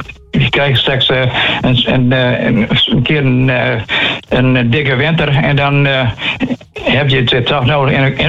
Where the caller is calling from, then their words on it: Groningen, Netherlands; we moeten als Groningers een klein beetje onze eigen ego overheen stappen.